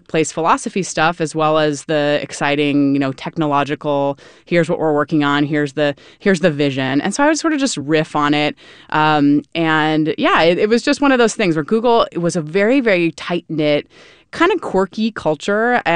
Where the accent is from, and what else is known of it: Oakland, California, United States; born or raised there